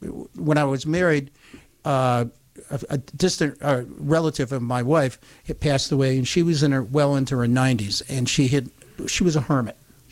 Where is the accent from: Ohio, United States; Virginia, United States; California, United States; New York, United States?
New York, United States; Utica; moved away; we were in our 30s, and I'm not from here, I'm from the Utica area